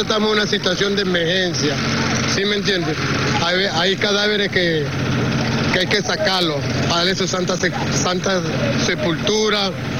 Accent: Venezuela; igualito sigo viniendo, porque somos venezolanos y todo nos duele lo que sucedemos.

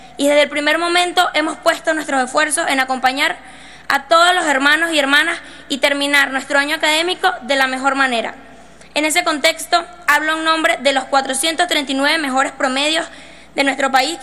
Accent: Venezuela; Nos sentimos hoy, como jóvenes venezolanos, profundamente honrados y honradas

